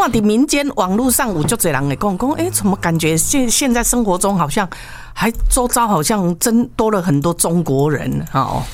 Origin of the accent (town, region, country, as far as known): Taiwan